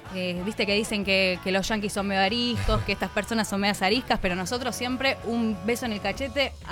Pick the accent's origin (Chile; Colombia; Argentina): Argentina